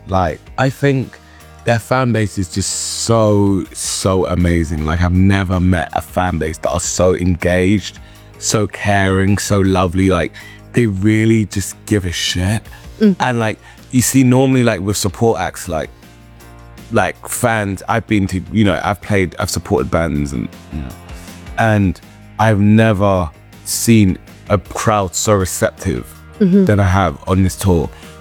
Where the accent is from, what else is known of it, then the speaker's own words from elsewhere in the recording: Surrey, South East England, United Kingdom; also born or lived in South London; my mum moved us to Surrey. So my early development was in Surrey. Like I grew up and I found myself all in Surrey. And Surrey's like just on the outskirts of London.